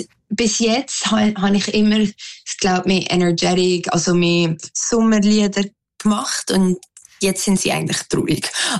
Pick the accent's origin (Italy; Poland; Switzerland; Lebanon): Switzerland; ich bin halt Schweizerin, aber auch halb Kubanerin.